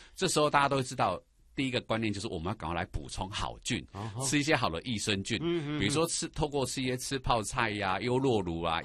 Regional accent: Taiwan; 那外国人要的菌跟我们台湾人要的菌又不太一样，

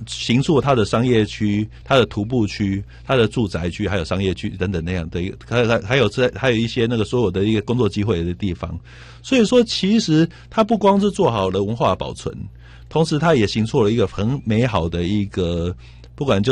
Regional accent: Taiwan; 有些日本人甚至还是会羡慕我们台湾人哦，因为我们台湾是完全是以这个就是重建为主导的

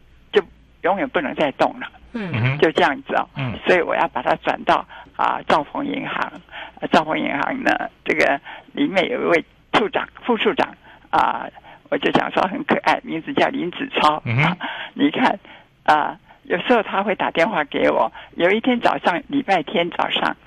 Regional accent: Taipei, Taiwan; 我不是在小时候住在这个菜市场、建成市场的时候常听到的街道，叫做赤峰街。

